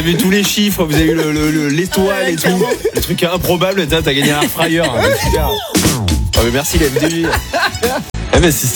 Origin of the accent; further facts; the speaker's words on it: Mont-de-Marsan, Nouvelle-Aquitaine, France; Ouais, moi, je suis de Mont-de-Marsan, Aurélie, c'est pour ça que je connais bien.